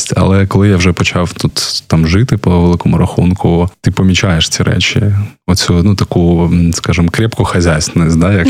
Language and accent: Ukrainian; Kyiv, Ukraine; moved away as an adult; now in Kharkiv, Ukraine; я взагалі киянин.